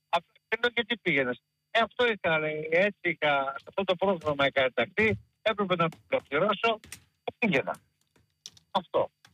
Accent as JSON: {"language": "Greek", "town": "Thebes", "region": "Central Greece", "country": "Greece", "tie": "born or raised there", "said": "αλλά μεγάλωσα στη Θήβα."}